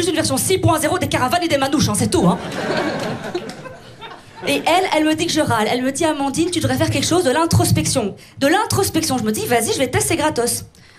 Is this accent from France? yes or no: no; Belgium; accent: Belgian; Quand je m'énerve, mon accent belge revient très fort, sinon je l'ai pas trop.